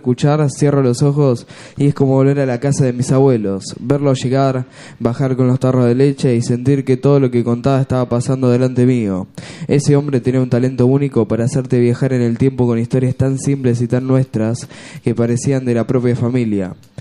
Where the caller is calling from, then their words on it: Junín, Buenos Aires Province, Argentina; Yo soy de Junín, provincia de Buenos Aires